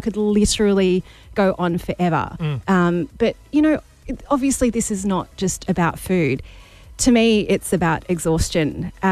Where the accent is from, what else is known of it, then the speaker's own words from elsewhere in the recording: Australia; But I mean, we can all agree that there are values that we are so proud of being Australian.